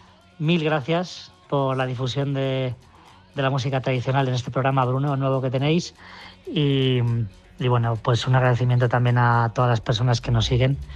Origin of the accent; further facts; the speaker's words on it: Tarancón, Castilla-La Mancha, Spain; ya sabéis que somos de Tarancón, conquenses